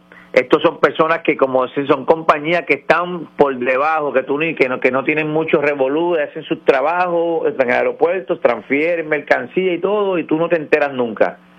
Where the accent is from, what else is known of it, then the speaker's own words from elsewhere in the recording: Aguadilla, Puerto Rico; esto es un mensaje a todos los contribuyentes de esta ciudad de Aguadilla, porque voy a hablar de mi pueblo.